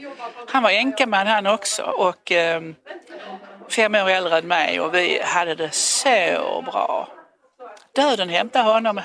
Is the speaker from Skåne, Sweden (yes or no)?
yes; Borby, Skåne, Sweden; now in Ystad, Sweden; Jag kommer från Borby, men jag bor i Ystad.